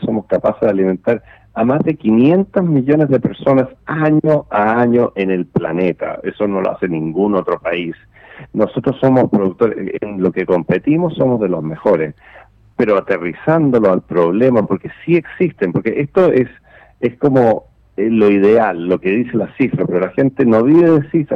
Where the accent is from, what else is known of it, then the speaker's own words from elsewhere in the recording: Chile; todos nosotros como chilenos